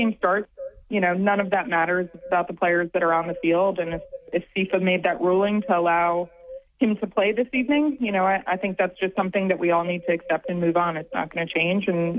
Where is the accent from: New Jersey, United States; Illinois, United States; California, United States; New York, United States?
New York, United States; Long Island; moved away as an adult; also born or lived in Baltimore / Omaha; now in Little Rock, United States; I grew up on Long Island and then went to Loyola University in Baltimore